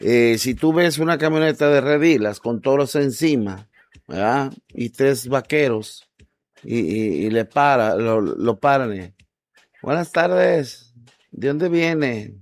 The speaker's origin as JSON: {"language": "Spanish", "town": "Manzanillo", "region": "Colima", "country": "Mexico", "said": "todo mundo que somos de Manzanillo"}